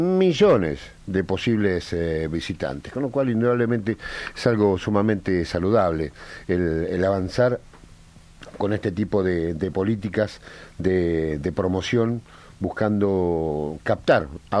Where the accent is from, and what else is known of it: Argentina